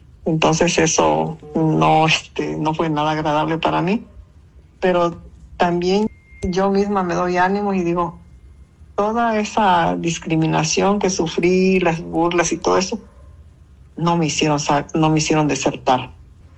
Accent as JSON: {"language": "Spanish", "town": "Pinotepa Nacional", "region": "Oaxaca", "country": "Mexico", "tie": "born or raised there", "said": "yo estudié en la ciudad de Pinotepa, yo vivo en el Cerro, no me casé para acá, pero yo de niña estudié ahí en Pino."}